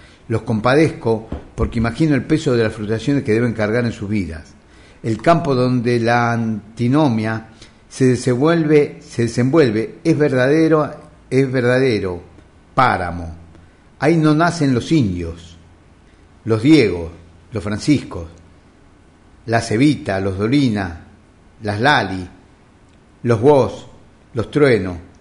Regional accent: Argentina; Como argentino sueño con la unidad nacional

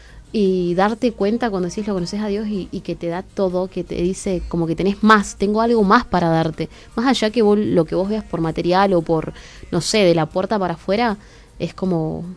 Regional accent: Rincón de los Sauces, Neuquén, Argentina; moved away; Yo soy de Neuquén. Yo soy de Neuquén, de Rincón de los Sauces específicamente.

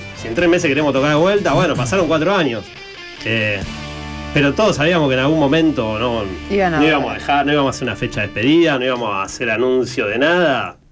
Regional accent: Rosario, Santa Fe, Argentina; also born or lived in Funes; yo soy de Rosario

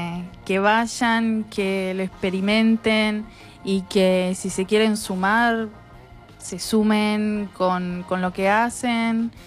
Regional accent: Santa Rosa, La Pampa, Argentina; born there; also born or lived in San Martín, Buenos Aires Province / Moreno, Buenos Aires Province; No, de muy pequeña vivo acá en La Pampa, desde los 7 años.

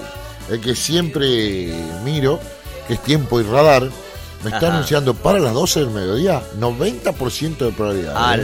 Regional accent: Entre Ríos, Argentina; en nuestro Entre Ríos

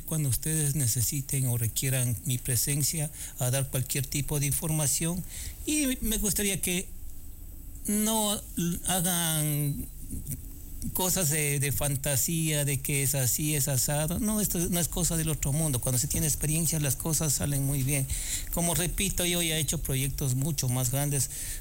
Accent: Baños, Ecuador; moved away

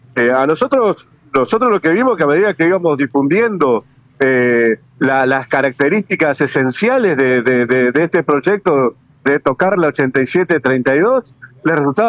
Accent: Entre Ríos, Argentina; los que somos trabajadores del Estado provincial

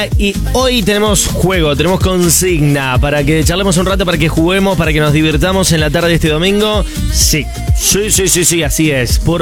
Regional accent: Argentina; como buenos argentinos que somos

